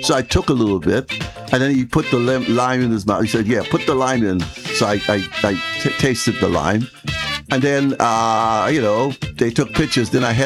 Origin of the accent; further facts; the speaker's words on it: Leeds, Yorkshire and the Humber, United Kingdom; So the guy says, yeah, he's from Leeds. And I'm from Leeds, and his wife, and he brought his wife.